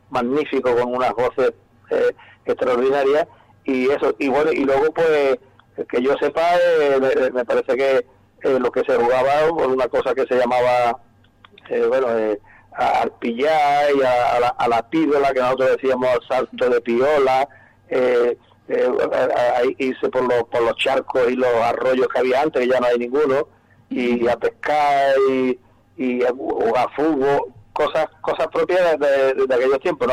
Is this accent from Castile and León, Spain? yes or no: no; La Luisiana, Andalusia, Spain; Y eso, nací aquí en la Luisiana. Mi madre, bueno, pues de aquí también, de la Luisiana